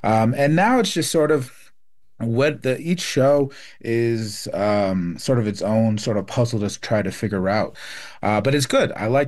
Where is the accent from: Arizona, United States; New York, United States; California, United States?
Arizona, United States; Phoenix; also born or lived in Vanderwagen, New Mexico; So I grew up in living in Phoenix, and then for winters and summers, I'd go back with my mom up in Vanderwagen, New Mexico, and just live out there on the res.